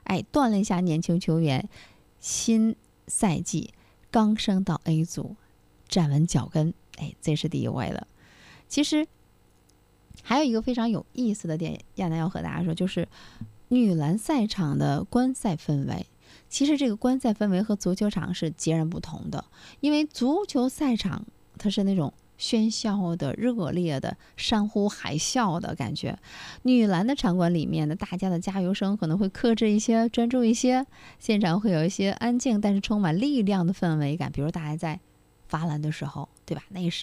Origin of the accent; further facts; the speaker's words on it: Dalian, Liaoning, China; 咱们大连人